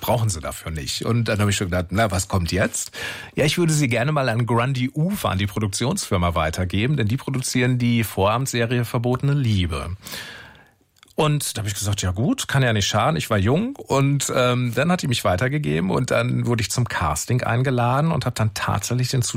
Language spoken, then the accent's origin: German; Warendorf, North Rhine-Westphalia, Germany; born there; meiner Geburtsstadt Warendorf. Also ich bin ja in der Stadt des Pferdes geboren. Also es gibt viele Pferde dort und dafür ist die Stadt ja auch berühmt geworden.